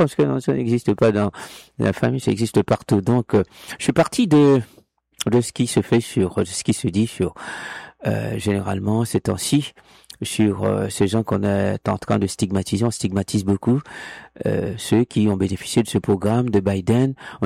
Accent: Haiti; Parce que moi, je suis haïtien, je commets une erreur, et puis après, on va dire que tous les haïtiens sont comme moi.

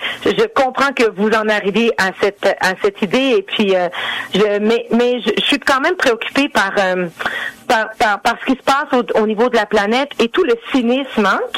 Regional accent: Quebec, Canada; ben alors on va pas remettre en question que je suis une Québécoise.

